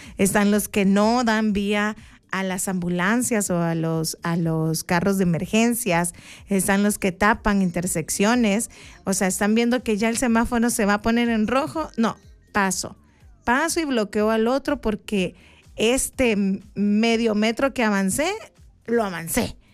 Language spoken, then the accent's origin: Spanish; El Salvador